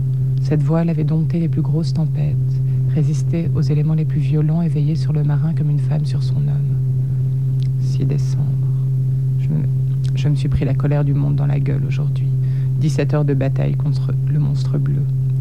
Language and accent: French; Geneva, Switzerland; born there; Je suis née au Paquis et ça parle de ce quartier, de ce que j'y voyais, de ce que j'aimais y voir et de ce que j'aimais y inventer.